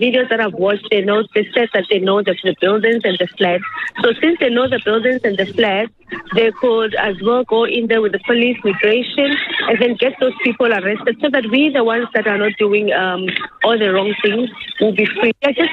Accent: South Africa; born or raised there

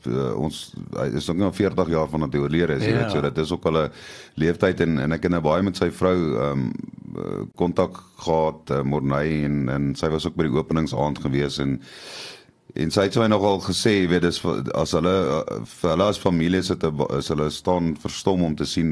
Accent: Pretoria, Gauteng, South Africa; Ek kom hier van Pretoria af en as kind en jong mens, jy weet, jong man baie gaan jag hier in Noord-Transvaal.

